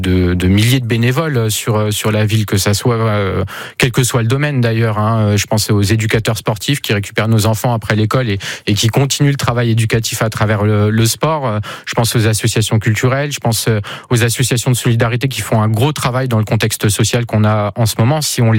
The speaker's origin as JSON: {"language": "French", "town": "Châlette-sur-Loing", "region": "Centre-Val de Loire", "country": "France", "tie": "born or raised there", "moved": "yes", "lives_now": "Tours, France", "said": "je suis originaire de Chalette-sur-Loing, une petite ville à"}